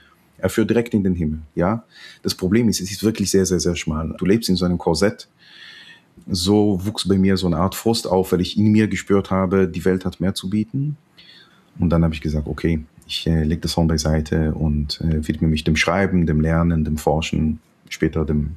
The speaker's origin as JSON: {"language": "German", "town": "Jerusalem", "region": "Jerusalem District", "country": "Israel", "tie": "born or raised there", "said": "ich bin ja in Jerusalem geboren und aufgewachsen"}